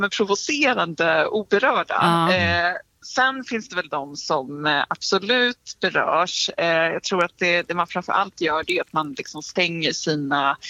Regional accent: Sweden; Alltså som svensk, vi hade ju liksom kunnat prata om det här i året ut

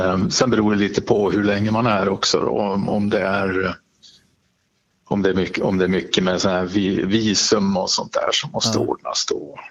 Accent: Sweden; Och det var ju en kul grej, för att jag var ju alltså svensk då i Thailand, och i den byggnaden där var det ju bönutrop då som började klockan 5:30 på morgonen.

